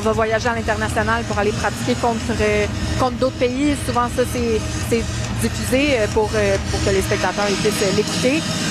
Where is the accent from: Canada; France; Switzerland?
Canada; Montreal, Quebec; je suis vraiment choyée de venir de Montréal, de venir du Québec.